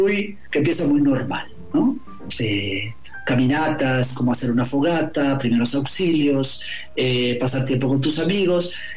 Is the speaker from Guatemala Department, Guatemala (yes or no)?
yes; Guatemala City, Guatemala Department, Guatemala; moved away; yo soy guatemalteco, somos guatemaltecos